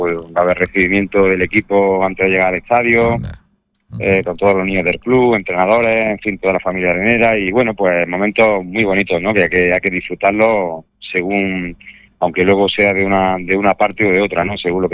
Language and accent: Spanish; Granada, Andalusia, Spain; en mi tierra, en mi Granada